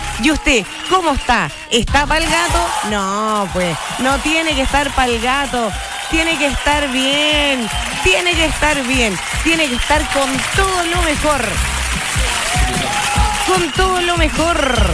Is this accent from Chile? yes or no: yes; Chile; Hay tanta variedad en Chile. Somos grandes los chilenos, obvio.